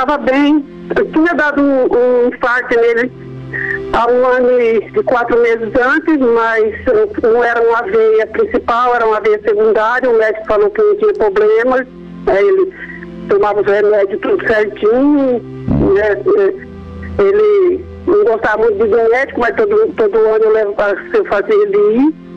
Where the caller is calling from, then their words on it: Álvares Machado, São Paulo, Brazil; De Álvares Machado.